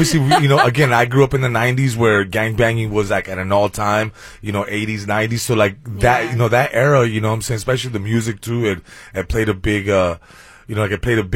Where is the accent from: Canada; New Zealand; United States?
United States; San Fernando, California; growing up in San Fernando, where I was a young child, mm-hmm, it was all over the place. Yeah. You know, I grew up right near San Fernando Mission Lord Canyon.